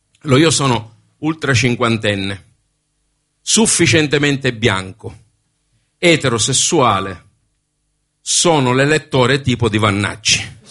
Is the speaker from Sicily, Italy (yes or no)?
yes; Sicily, Italy; ho 59 anni, vengo dalla provincia di Siracusa, quindi sono... Un vecchio di merda. Sono anche siciliano.